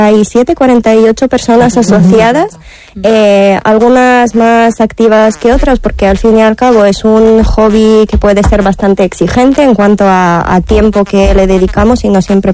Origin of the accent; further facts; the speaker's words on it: Sofia, Sofia City, Bulgaria; moved away as an adult; also born or lived in Salamanca; now in Burgos, Spain; Yo empecé a bailar pues ya hace 10, 11 años en Sofía, en Bulgaria, que soy oriunda de ahí. Y luego me mudé de España, me mudé a Salamanca y conocí más amigas y amigos que bailan. Y hace 5 años me mudé a Burgos.